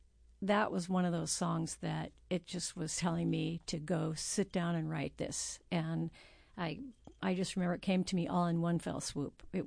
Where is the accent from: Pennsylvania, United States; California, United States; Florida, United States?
California, United States; moved away as an adult; now in Alaska, United States; Well, I'm originally from California, Southern California.